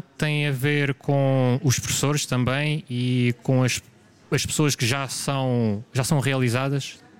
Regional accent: Algarve, Portugal; Somos do Algarve

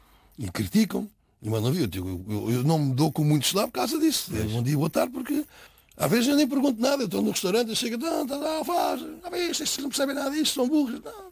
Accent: Portugal; moved away as an adult; now in Gabon; Eu sou português, sou europeu

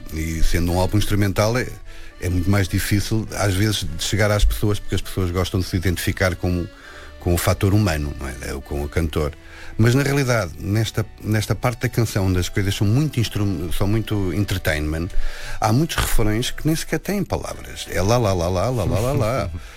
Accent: Lisbon, Portugal; born there

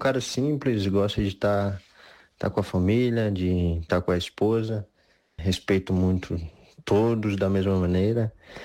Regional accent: Vereda do Paraíso, Minas Gerais, Brazil; moved away as an adult; now in Portugal; Sou natural de Vereda do Paraíso, uma cidade bem pequena lá no norte de Minas Gerais, no Brasil.

